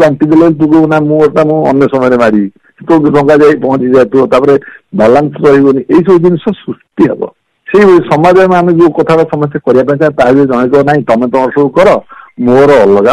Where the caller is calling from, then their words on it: Cuttack, Odisha, India; କଟକରୁ କହୁଛି।